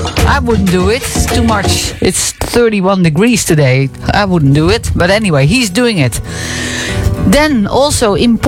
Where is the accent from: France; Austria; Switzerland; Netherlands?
Netherlands; Ja, ich bin Holländerin, ne?